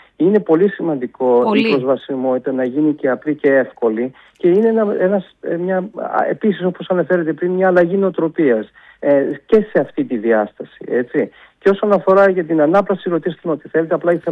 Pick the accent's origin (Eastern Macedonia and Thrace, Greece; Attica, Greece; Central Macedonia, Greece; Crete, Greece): Central Macedonia, Greece; Thessaloniki; εγώ σαν Θεσσαλονικιός